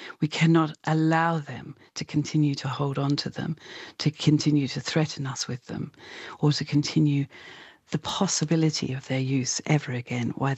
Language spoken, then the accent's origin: English; Australia; The Pacific see, and I see myself as an Australian, that Australia is currently the gap in the map.